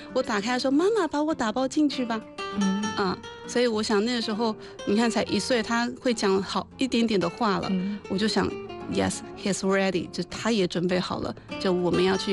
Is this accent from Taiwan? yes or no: yes; Taiwan; moved away as an adult; now in Hefei, China; 所以在我的可能人生前30年，我的家人都跟我在台湾，所以台湾这个地方，我的老家是我的家。